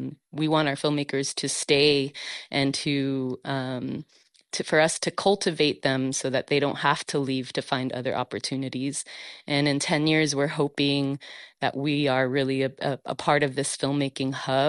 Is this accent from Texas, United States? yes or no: yes; El Paso, Texas, United States; born or raised there